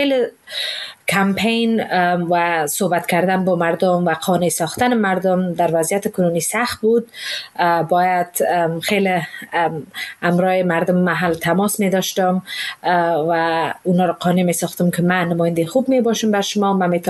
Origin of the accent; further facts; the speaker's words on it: England, United Kingdom; also born or lived in Afghanistan; now in London, United Kingdom; من از افغانستان که بیرون آمدیم 5 ساله بودم و اینجا تحصیل کردم، درس خواندم